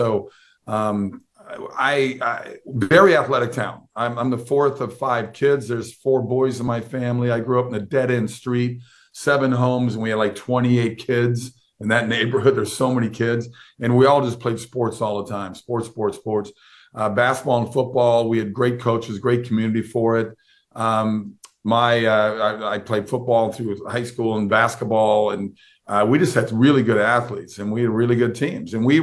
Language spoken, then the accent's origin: English; Minnesota, United States; Lake Minnetonka is where my hometown made Tonka toys.